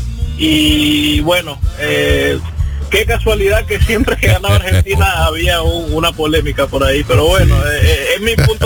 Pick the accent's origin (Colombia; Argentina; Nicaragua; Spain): Nicaragua; Yo soy de Nicaragua.